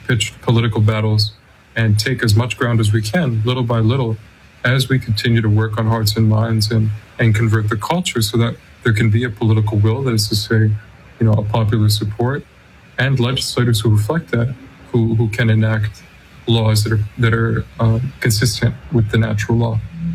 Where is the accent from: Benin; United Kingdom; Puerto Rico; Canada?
Canada; I love this country. I'm a Canadian, but, you know, I've been giving thanks to God with all of you Americans